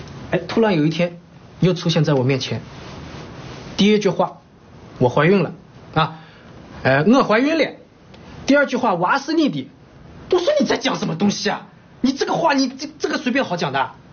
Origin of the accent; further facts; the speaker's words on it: Shanghai, China; 我说我是上海人，哎，我一有户口，二有房子，对吧？